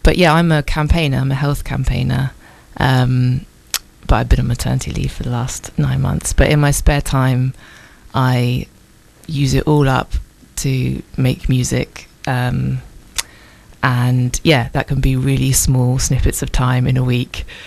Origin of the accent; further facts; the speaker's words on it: Southampton, South East England, United Kingdom; moved away as an adult; also born or lived in London; I grew up in Southampton.